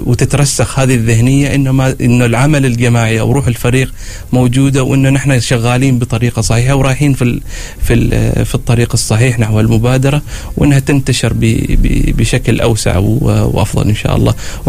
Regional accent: Oman; إنه نحن فعلا في السمت واضح عندنا في عمان

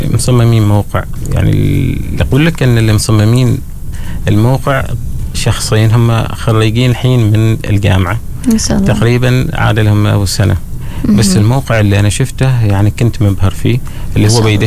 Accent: Muscat, Muscat Governorate, Oman; يعني أنا مثلا من مسقط

